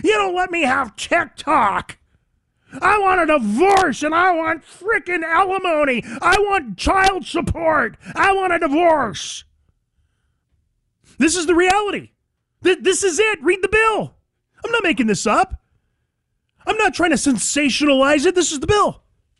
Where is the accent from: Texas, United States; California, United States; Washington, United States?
California, United States; moved away as an adult; Now, I come from California.